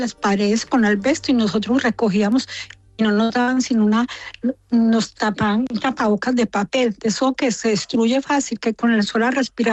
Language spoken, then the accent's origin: Spanish; Colombia; now in New York, United States; Yo llegué en el 2000 de Colombia, soy colombiana.